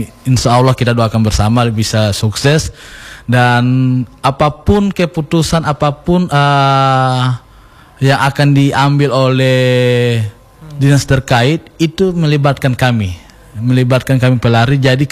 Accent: Gorontalo, Indonesia; saya orang Gorontalo

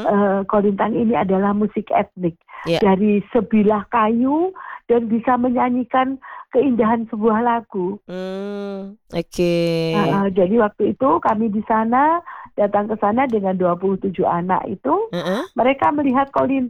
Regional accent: Java, Indonesia; namun saya orang Jawa.

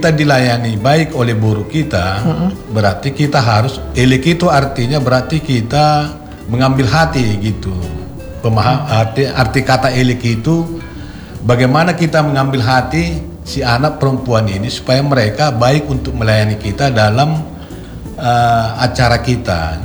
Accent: North Sumatra, Indonesia; Contohnya kita orang Batak yang hidup di perantauan ini, sigal-sigal itu adalah tetangga kita.

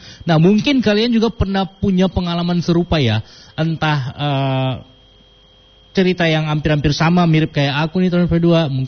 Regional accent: Manado, North Sulawesi, Indonesia; moved away; warga di sekitaran kampung aku dulu di Manado

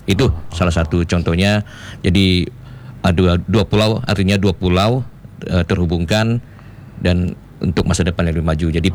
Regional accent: West Kalimantan, Indonesia; saya juga berasal dari Jawa

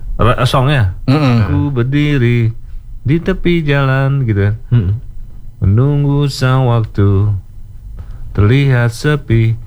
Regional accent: Jakarta, Indonesia; born there; Gue sih emang orang Jawa, bapak ibu gue Jawa. Jadi, ibu Solo, bapak Jember. Cuma gue lahir di Jakarta, jadi Betawi, jadi Betokau gitu.

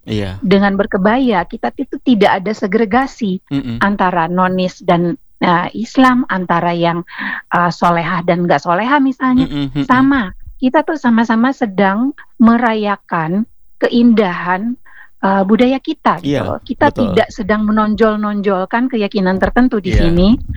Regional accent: Indonesia; Dan kita bangga menjadi bagian dari warga Nusantara gitu.

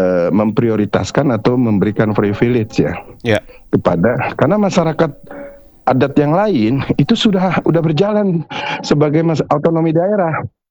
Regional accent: Jakarta, Indonesia; kami Betawi selalu menjadi perekat

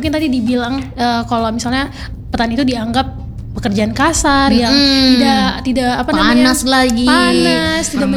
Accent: Central Sulawesi, Indonesia; Kebetulan saya orang Kaili ya.

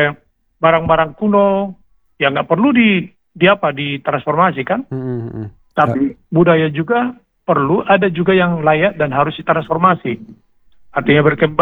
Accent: Siborong-Borong, North Sumatra, Indonesia; moved away; di kampung saya dulu ya, di Siborong-Borong saya

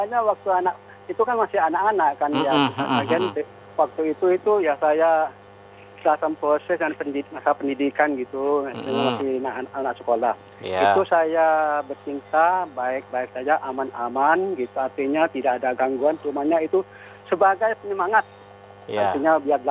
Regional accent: Galis, East Java, Indonesia; Ini saya aslinya Galis, Bangkalan. Ya, Madura dong.

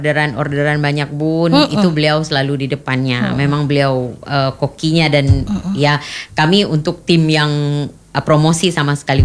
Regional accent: Aceh, Indonesia; saya adalah orang Aceh

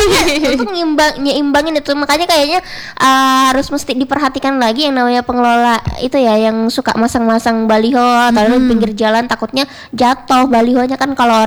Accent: Kutai Barat, East Kalimantan, Indonesia; born there; tapi aku lahirnya di Kalimantan, di Kutai Barat gitu. Jadi aku tuh bingung, aku ini orang mana sih? Aku sebut aja Indonesia.

